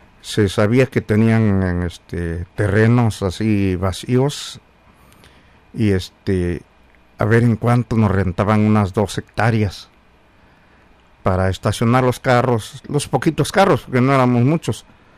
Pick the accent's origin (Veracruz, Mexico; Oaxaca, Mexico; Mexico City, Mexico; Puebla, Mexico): Oaxaca, Mexico; Magdalena Jaltepec; now in Fresno, United States; Bueno, mire, paisano, pues aquí en Fresno, los primeros migrantes que llegaron acá fueron de mi pueblo Magdalena Jaltepec.